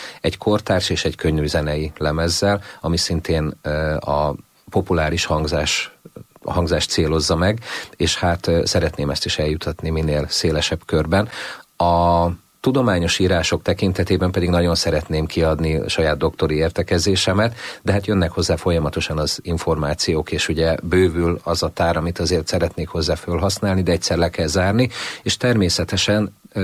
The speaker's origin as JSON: {"language": "Hungarian", "country": "Hungary", "said": "Szerintem jó az, hogyha tudjuk, hogy magyarok vagyunk, és hogy micsoda értékeink vannak"}